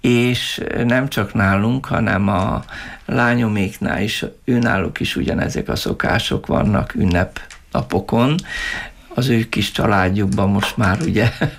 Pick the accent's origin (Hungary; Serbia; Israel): Serbia; Vojvodina; now in Prekmurje, Slovenia; én tiszaparti származású vagyok